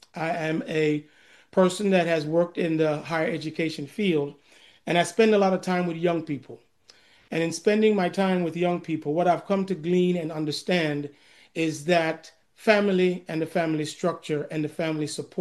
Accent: Jamaica; growing up in Jamaica myself

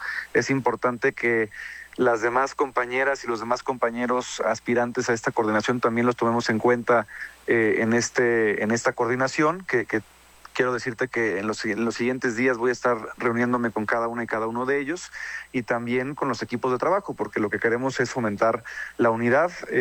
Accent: Quintana Roo, Mexico; tengo el vuelo tempranito a Chetumal para arrancar en nuestra capital y seguir recorriendo nuestro estado.

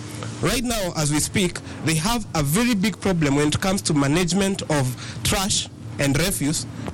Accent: Nyeri, Nyeri County, Kenya; I am a Kenyan and a Nyeri person by design, born and raised here.

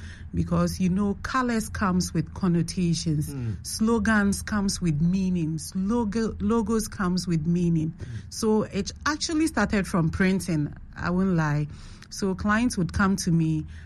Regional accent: Ghana; You know, growing up in Ghana, the average Ghanaian boy or girl cannot walk into a garage or an automobile company requesting for a test drive

